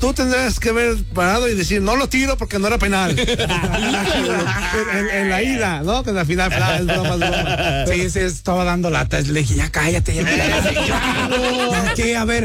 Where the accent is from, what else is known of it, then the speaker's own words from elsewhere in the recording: Mexico; nos identifica como mexicanos